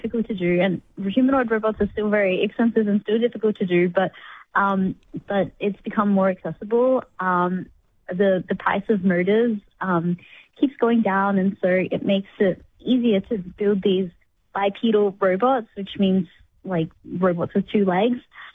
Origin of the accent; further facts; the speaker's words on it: Cairns, Queensland, Australia; moved away as an adult; now in San Francisco, United States; when I was growing up in Cairns, far north Queensland